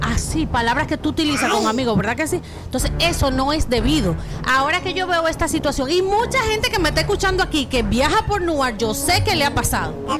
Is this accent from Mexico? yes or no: no; Dominican Republic